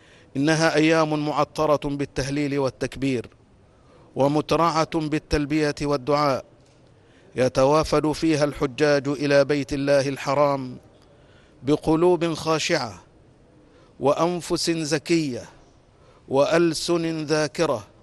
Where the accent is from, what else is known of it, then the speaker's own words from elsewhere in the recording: Egypt; بلدنا مصر